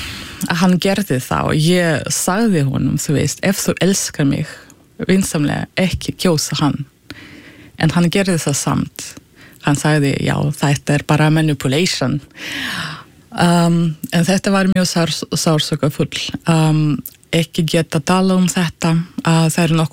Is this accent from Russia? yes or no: yes; Russia; Icelandic is a second language; now in Iceland; þegar ég var lítil þetta var mjög gefandi líka að sjá heimalandið mitt upp á nýtt í öðru ljósi